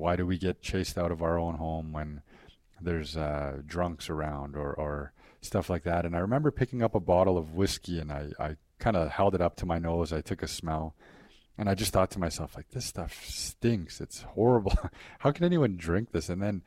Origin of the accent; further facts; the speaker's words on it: Maskwacis, Alberta, Canada; also born or lived in Ermineskin Reserve; Samson is the largest of the four reserves, which is where I'm from. My dad is actually a Samson Nation member, and my mom was from the Airmanskin Reserve. So growing up, I kind of went back and forth between the two reserves.